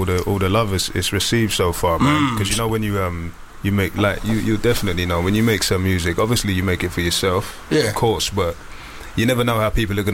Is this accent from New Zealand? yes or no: no; Grenada; I'm from Grenada